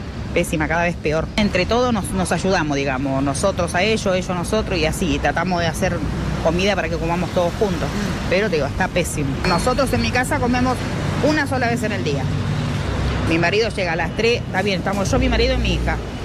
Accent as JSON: {"language": "Spanish", "town": "José C. Paz", "region": "Buenos Aires Province", "country": "Argentina", "said": "Soy de José C. Paz y ama de casa."}